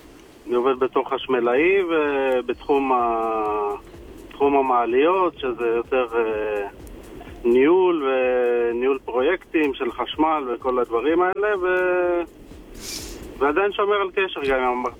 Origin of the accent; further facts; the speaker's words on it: Tirat Carmel, Haifa District, Israel; טירת כרמל.